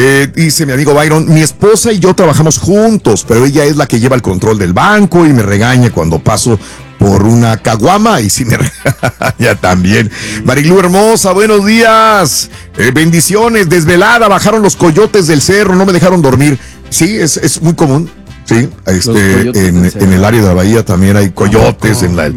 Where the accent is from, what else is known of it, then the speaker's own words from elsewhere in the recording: Matamoros, Tamaulipas, Mexico; now in Texas, United States; soy de Matamoros y aquí ando jalando en el Goliat, en Goliat, Texas